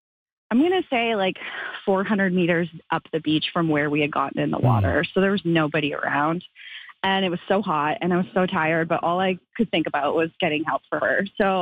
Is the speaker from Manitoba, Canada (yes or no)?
yes; Manitoba, Canada